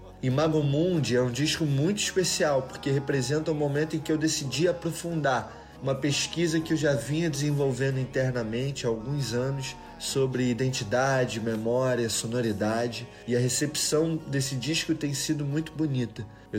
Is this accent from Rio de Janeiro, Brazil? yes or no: yes; Guapimirim, Rio de Janeiro, Brazil; é um prazer sempre estar aqui no programa Brasil Brasileiro. Eu nasci no Rio de Janeiro, mas cresci nas montanhas de Guapimirim, na Serra dos Órgãos